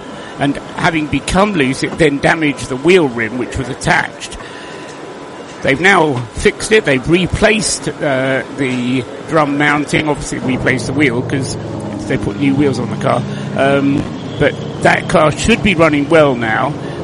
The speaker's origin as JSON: {"language": "English", "region": "England", "country": "United Kingdom", "said": "as English people"}